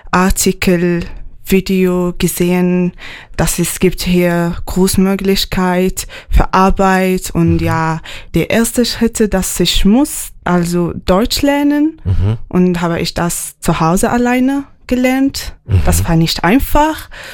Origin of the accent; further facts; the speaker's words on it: Laayoune, Morocco; German is a second language; moved away as an adult; now in Weilheim, Germany; Ich komme aus Marokko, Wüstegebiete, also Kleinstadt heißt Laayoune.